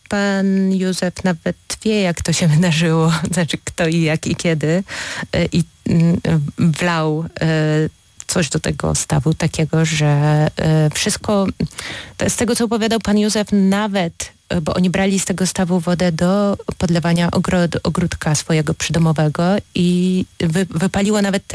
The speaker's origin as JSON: {"language": "Polish", "region": "Polish coast", "country": "Poland", "moved": "yes", "lives_now": "Opole Silesia, Poland", "said": "ja jednak jestem przybyszem z zewnątrz, ja pochodzę z nadmorza."}